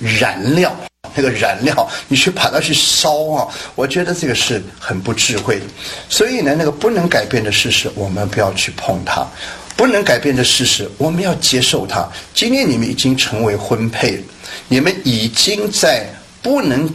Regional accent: Guangdong, China; 譬如说我是广东人

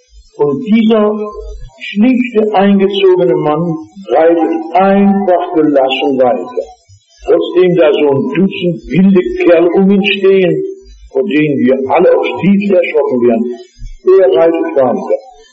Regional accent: Rhineland, Germany; ich komme aus dem Rheinland

